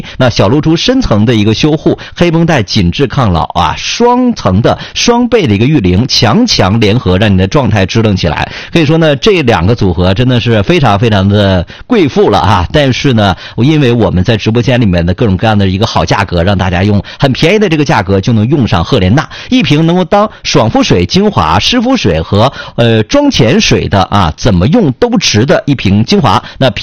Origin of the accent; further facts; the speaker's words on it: Northeast China, China; 我们东北人